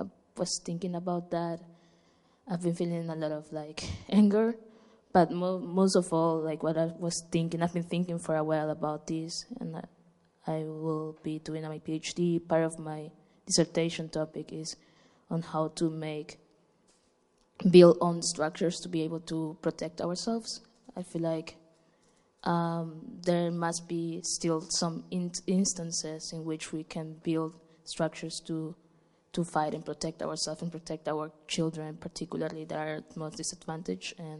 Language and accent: English; Ecuador; I'm from Ecuador.